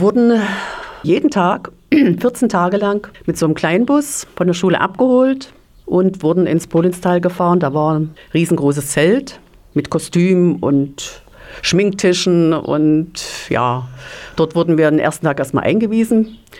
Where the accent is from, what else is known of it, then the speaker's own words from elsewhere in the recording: Ehrenberg, Germany; Ich komme aus Ehrenberg, also das ist ein Ort, der ein paar Kilometer entfernt ist, auch vom Drehort.